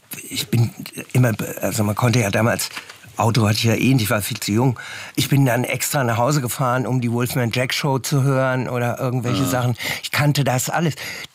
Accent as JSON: {"language": "German", "region": "Hesse", "country": "Germany", "said": "Naja, es gab ja früher, ich bin ja aus Hessen, es gab halt Radio, normales Radio."}